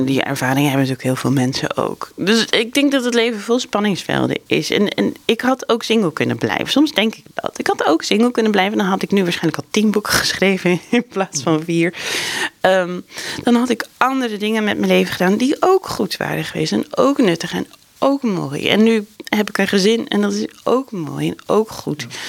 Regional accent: Amsterdam, North Holland, Netherlands; now in Zwolle, Netherlands; Maar ik kom uit Amsterdam en daar is het ook heel leuk.

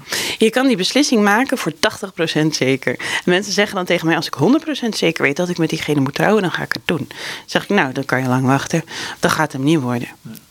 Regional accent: Amsterdam, North Holland, Netherlands; dan is dit dus waar ik woon. Maar ik kom uit Amsterdam en daar is het ook heel leuk.

